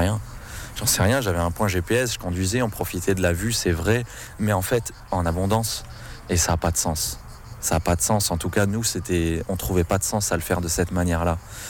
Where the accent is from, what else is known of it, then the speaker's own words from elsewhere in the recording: Toulon, Provence-Alpes-Côte d'Azur, France; moved away; On vient de Toulon tous les deux